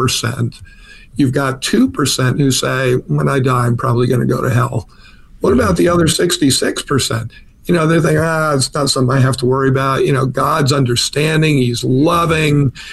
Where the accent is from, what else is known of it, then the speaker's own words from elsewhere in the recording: New York, United States; I grew up in New York